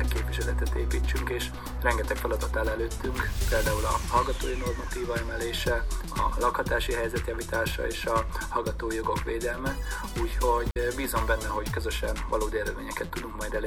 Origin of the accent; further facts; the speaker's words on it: Debrecen, Hajdú-Bihar, Hungary; debreceniként kaptam meg ezt a bizalmat.